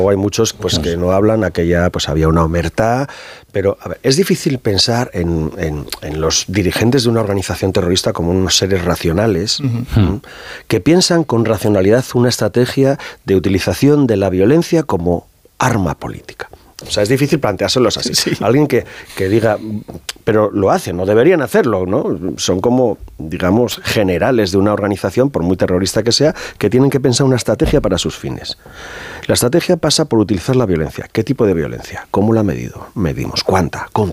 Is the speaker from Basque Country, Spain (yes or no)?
yes; Irun, Basque Country, Spain